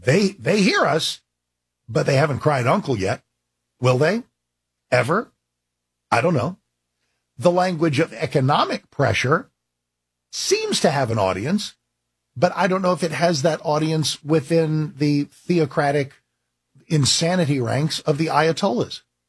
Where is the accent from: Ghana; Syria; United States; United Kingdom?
United States; but just as an American, as a person, I'd like sanity returned to the Middle East.